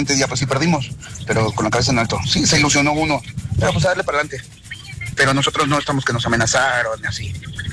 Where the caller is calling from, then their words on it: Mexico; somos mexicanos